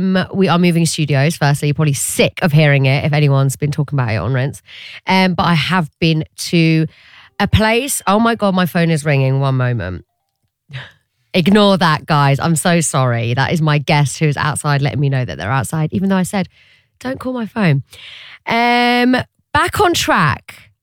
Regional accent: Iraq; I am from Iraq

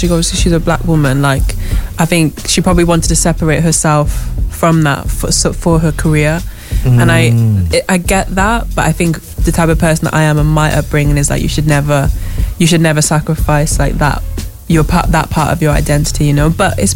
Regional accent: Wales, United Kingdom; I'm from Wales, I'm not British

